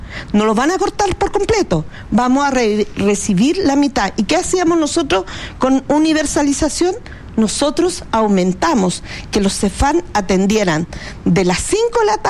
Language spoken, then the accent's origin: Spanish; Chile; estamos sintiendo que somos chilenos de segunda categoría.